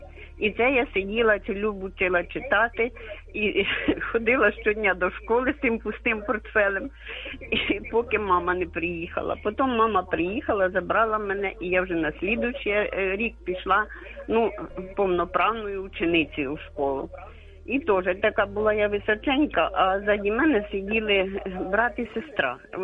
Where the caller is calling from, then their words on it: Kharkiv, Kharkiv Oblast, Ukraine; я із Харкова.